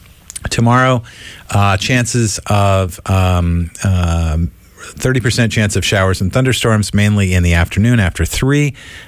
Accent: Virginia, United States; moved away; I was just talking about being from Virginia. Walking around today makes me makes me think of my home state of Virginia.

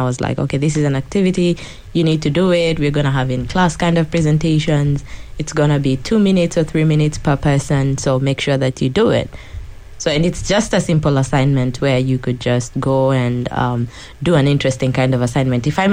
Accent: Kenya; moved away as an adult; I come from Kenya. Kenya, being in East Africa

